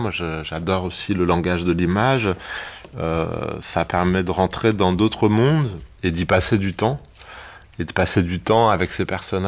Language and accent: French; Ivry-sur-Seine, Île-de-France, France; à Ivry-sur-Seine, là où j'ai grandi et où j'ai, voilà, où j'ai fait toutes mes jeunes années